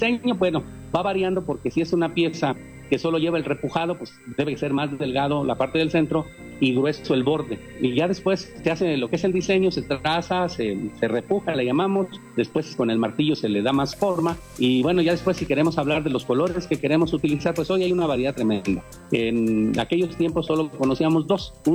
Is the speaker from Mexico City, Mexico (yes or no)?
no; Santa Clara del Cobre, Michoacán, Mexico; Pues sí, soy de Santa Clara de Cobre, Michoacán, el único lugar donde con orgullo enseñamos el cobre